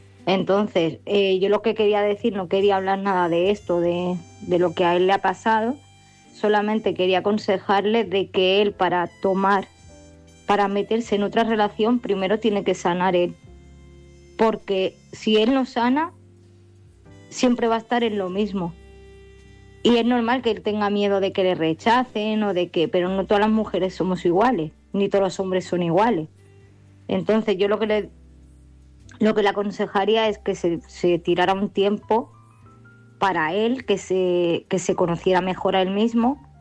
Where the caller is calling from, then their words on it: Málaga, Andalusia, Spain; corresponsal de Málaga.